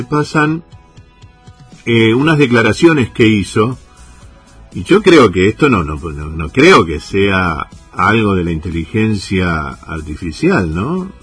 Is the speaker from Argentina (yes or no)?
yes; Argentina; esa enfervorizada pasión, entre comillas, que tenemos los argentinos